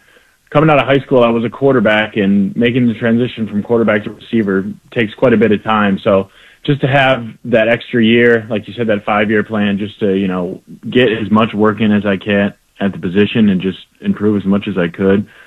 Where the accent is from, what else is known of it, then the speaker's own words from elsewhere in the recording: Hudsonville, Michigan, United States; also born or lived in Hillsdale, Michigan / Arkansas; Yeah, so I was born and raised in West Michigan. I've lived on the west side of Michigan in Hudsonville my whole life.